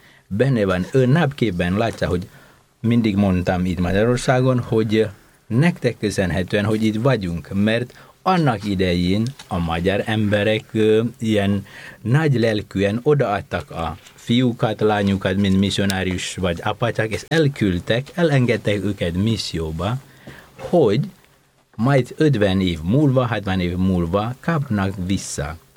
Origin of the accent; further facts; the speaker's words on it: Indonesia; Hungarian is a second language; moved away as an adult; now in Hungary; Indonéziából származom